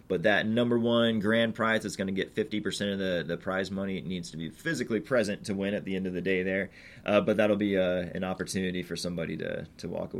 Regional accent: Warrensburg, Missouri, United States; also born or lived in Cape Girardeau / Denver; I grew up here in Warrensburg

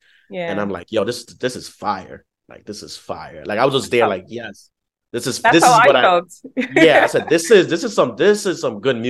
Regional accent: Bronx, New York, United States; We're both from the Bronx. You know, we're both immigrants. We're Caribbean and Afro.

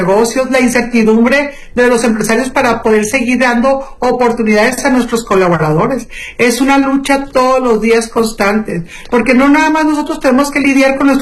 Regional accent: Sinaloa, Mexico; todos los sinaloenses que salimos todos los días

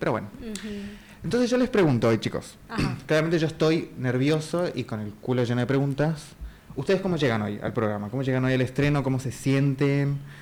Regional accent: Salta, Argentina; moved away; me fui de vacaciones para mi pueblo, para mi ciudad, porque claramente ninguno de los tres es de acá, de ahí el nombre. Yo soy de Salta

